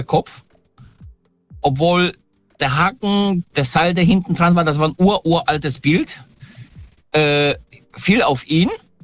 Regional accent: Poland; now in Germany; Ich komme ursprünglich aus Polen, also ich bin gebürtig in Polen.

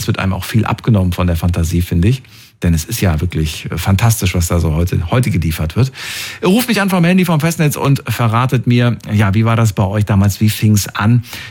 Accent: Thuringia, Germany; weil ich auch aus Thüringen bin

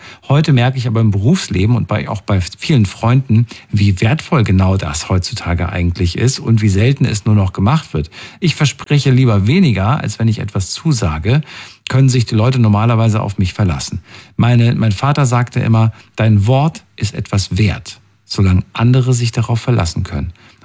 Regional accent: North Rhine-Westphalia, Germany; Ich komme aber auch aus NRW.

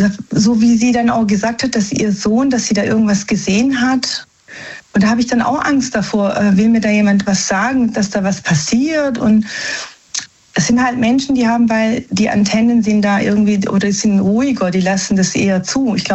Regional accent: Germany; born there; Also wir sind eigentlich Italiener, ne? Also in Deutschland geboren. Also italienische Familie.

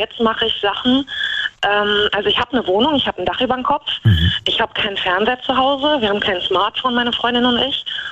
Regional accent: Bonn, North Rhine-Westphalia, Germany; now in Hagen, Germany; Ich komme aus Hagen, also ursprünglich aus Bonn, aber ich wohne in Hagen.

